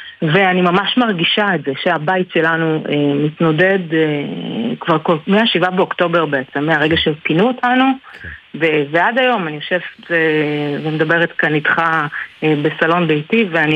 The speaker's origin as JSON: {"language": "Hebrew", "town": "Ramat HaSharon", "region": "Tel Aviv District", "country": "Israel", "moved": "as an adult", "lives_now": "Northern Israel", "said": "אני במקור מתל אביב, אני במקור מרמת השרון, גרתי בתל אביב, אני יודעת מה זה, אני כאן עשור, אני בוחרת לגור כאן כל יום מחדש"}